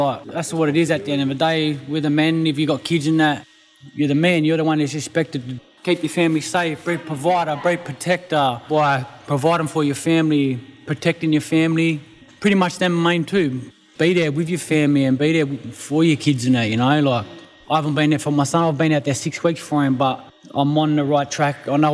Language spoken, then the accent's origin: English; Mount Druitt, New South Wales, Australia; My dad's Koori and my mum's is white. I grew up in Mount Druitt all my life. I didn't really know much about my background and that.